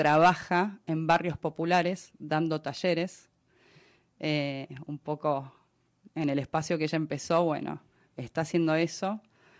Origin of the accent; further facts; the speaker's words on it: Argentina; Las cosas en mi país lamentablemente cambiaron para mal y en todos los departamentos, digamos, o sea, a nivel cultural, científico, económico, y si bien Argentina siempre tuvo altos y bajos económicamente